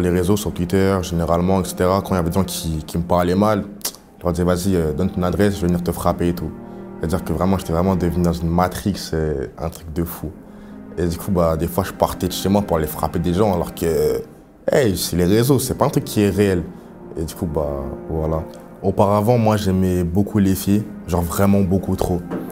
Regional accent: Paris, Île-de-France, France; J'ai grandi à Paris avec ma mère et pas mon père, je le connaissais pas du coup, ma petite sœur.

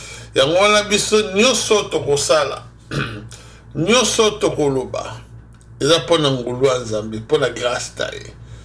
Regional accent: DR Congo; je congolais, je suis un congolais, pour les pandas, je suis un bunda.

